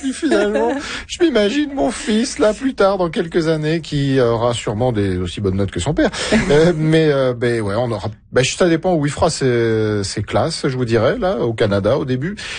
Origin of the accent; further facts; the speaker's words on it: France; Personnellement, en tant que Français, j'ai jamais connu ce genre de célébration.